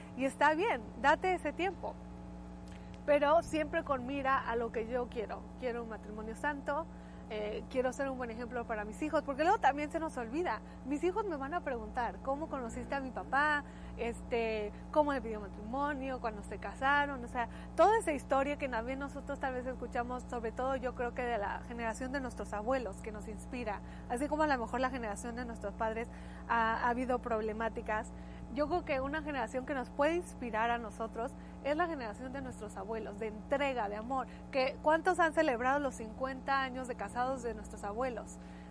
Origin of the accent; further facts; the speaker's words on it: Mexico City, Mexico; moved away; Yo soy mexicana, de la Ciudad de México.